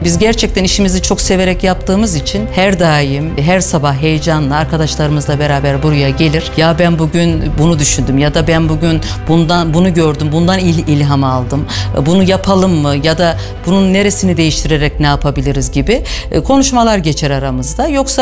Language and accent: Turkish; Aksaray Province, Turkey; now in Kayseri, Turkey; Nefes Seramik Kadın Kooperatifi Başkanıyım. 31 yıllık evliyim, 4 tane çocuğum var. Aksaraylıyım, 18 yıldır Kayseri'de ailemle beraber yaşıyoruz.